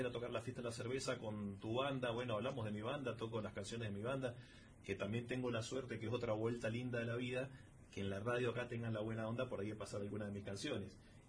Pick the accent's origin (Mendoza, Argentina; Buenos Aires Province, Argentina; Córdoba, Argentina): Mendoza, Argentina; Malargüe; also born or lived in San Rafael; soy concebido en San Rafael, gestado acá en Malargüe, nacido en San Rafael, criado